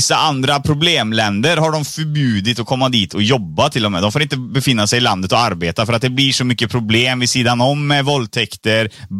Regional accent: Sri Lanka; Ja, men jag är från Sri Lanka och sådana grejer.

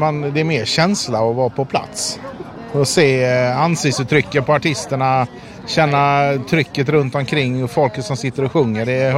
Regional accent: Orust, Västra Götaland County, Sweden; moved away as an adult; now in Skåne, Sweden; jag är uppväxt på Orust. Ut med vattnet.

